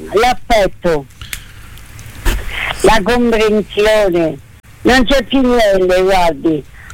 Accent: Pollenza, Marche, Italy; born there; Perché io sono di Pollenza, sono nata a Pollenza, e mia zia era dottore di lì a Pollenza.

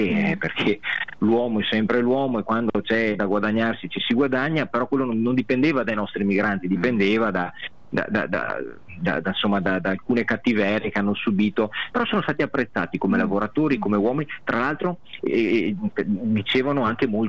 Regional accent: Veneto, Italy; accent: Venetian dialect; io parlo però in dialetto veneto

